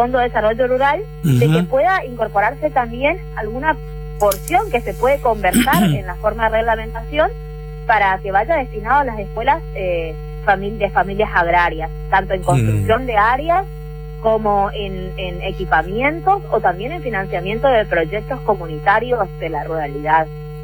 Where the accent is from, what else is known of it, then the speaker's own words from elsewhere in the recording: Monte Caseros, Corrientes, Argentina; born there; Yo particularmente, que soy nacida en Montecaseros